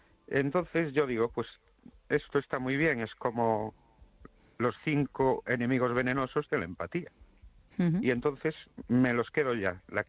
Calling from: Valencia, Valencian Community, Spain; de Valencia.

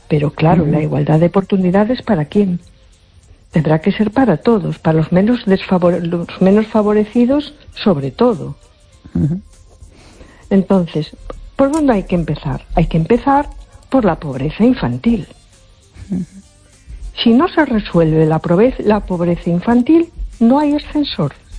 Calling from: A Coruña, Galicia, Spain; Hola, buenas noches. … de Coruña.

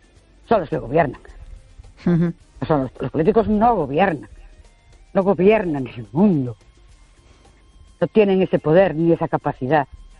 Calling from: Ourense, Galicia, Spain; Buenas noches … de Ourense.

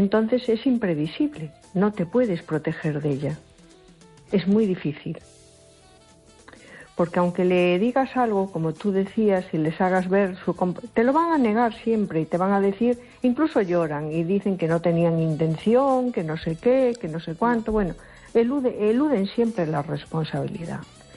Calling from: A Coruña, Galicia, Spain; de Coruña.

